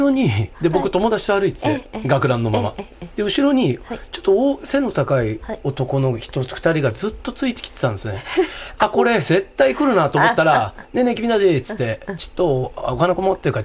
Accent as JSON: {"language": "Japanese", "town": "Nippori", "region": "Tokyo", "country": "Japan", "tie": "born or raised there", "said": "で地元の僕、はい、地元日暮里で全然駒沢と離れてるじゃないですか"}